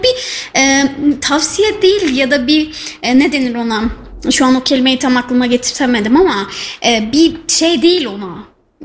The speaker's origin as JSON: {"language": "Turkish", "region": "Kayseri", "country": "Turkey", "tie": "born or raised there", "lives_now": "Ankara, Turkey", "said": "sen Ankara'da yaşıyorsun, sen orada mutlu olabilirsin ama doğduğum, büyüdüğüm şehir belki Kayseri bana çok iyi geliyor."}